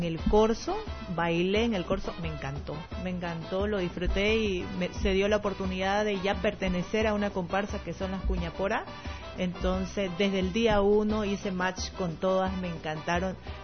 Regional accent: Camiri, Santa Cruz, Bolivia; de Camiri, como soy yo, del Chaco cruceño.

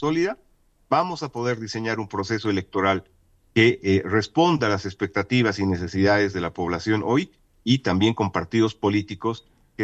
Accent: Bolivia; A los bolivianos y bolivianas nos va a costar lo mismo

